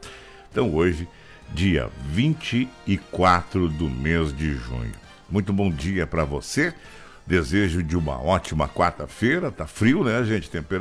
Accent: Brazil; Nós somos brasileiros

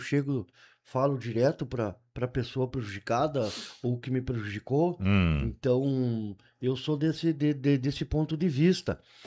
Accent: Santa Bárbara do Sul, Rio Grande do Sul, Brazil; eu sou da comunidade de Santa Bárbara do Sul

